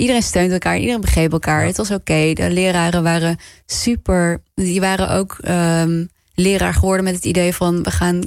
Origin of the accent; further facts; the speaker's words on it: Wijchen, Gelderland, Netherlands; Maar ik groeide op in Wijchen.